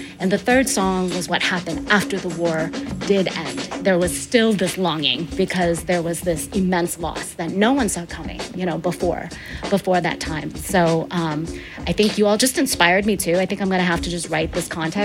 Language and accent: English; Olympia, Washington, United States; And he ended up in Olympia, Washington, which is my hometown.